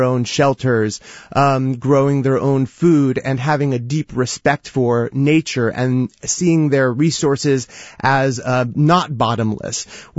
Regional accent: Marin County, California, United States; my hometown of Marin County.

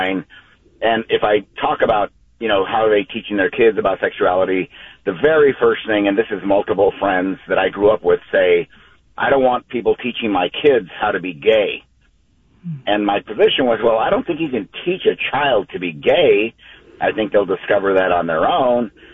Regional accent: Albuquerque, New Mexico, United States; now in Santa Clara, United States; I grew up in New Mexico, in Albuquerque

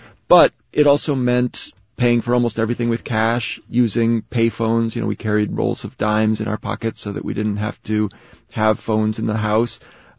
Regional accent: Harlem, New York, United States; No, I was raised mostly in Harlem, and my dad worked as a baker and then a preschool teacher. My mom was a waitress.

